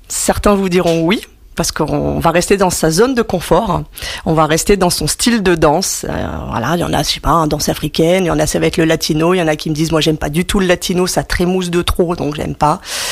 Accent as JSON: {"language": "French", "region": "Hauts-de-France", "country": "France", "said": "donc je ne suis pas de la région parisienne, je suis picarde."}